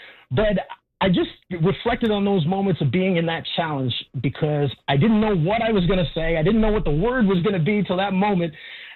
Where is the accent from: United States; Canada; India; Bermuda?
Canada; but it really means a lot to me as a Canadian.